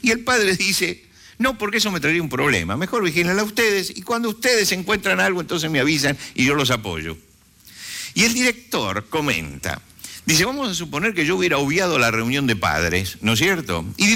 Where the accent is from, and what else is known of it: Argentina